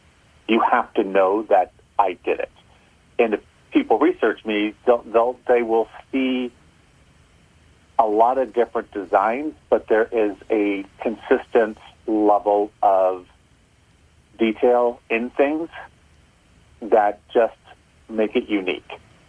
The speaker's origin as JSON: {"language": "English", "town": "San Francisco", "region": "California", "country": "United States", "tie": "born or raised there", "said": "On paper, I grew up in San Francisco. On paper, born and raised San Francisco. I think I'm one of the last remaining 7."}